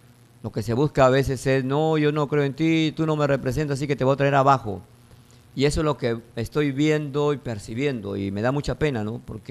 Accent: Peru; Eso nos hace daño como peruanos.

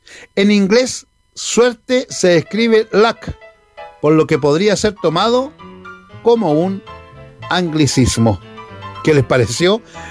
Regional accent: Chile

